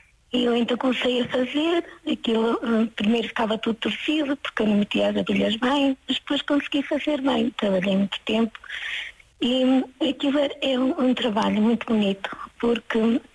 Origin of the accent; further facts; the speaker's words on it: Vila do Conde, Porto, Portugal; also born or lived in Sintra; now in Viseu, Portugal; Não, sou natural de Vila de Conde.